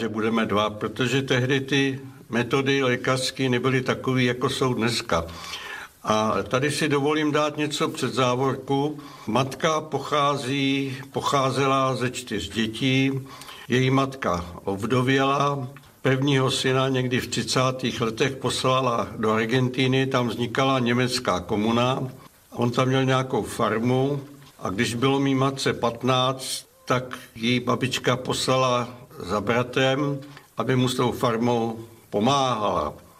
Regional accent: Lovosice, Ústí nad Labem Region, Czechia; born there; first language German; Czech is a second language; my jsme se narodili v Sudetech tím pádem, tedy v těch Lovosicích a stalo se tedy, že naše mateřština byla němčina, protože babička měla taky německé občanství

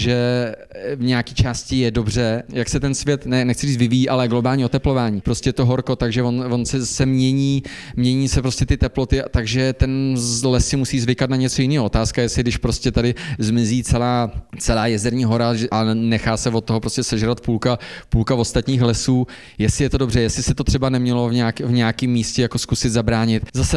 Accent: Železná Ruda, Plzeň Region, Czechia; vlastně doteďka byly v HKO, v okolo Železnorucka, odkud pocházím

